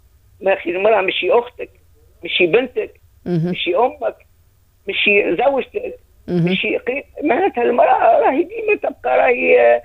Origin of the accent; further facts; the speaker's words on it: Tunisia; نحن عايشين بك الأنابيب اللي تتعدى على تونس